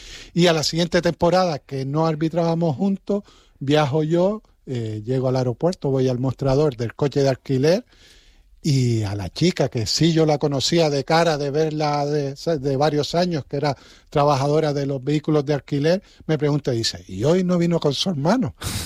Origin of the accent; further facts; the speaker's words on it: Arucas, Canary Islands, Spain; Yo, por ejemplo, yo soy de Arucas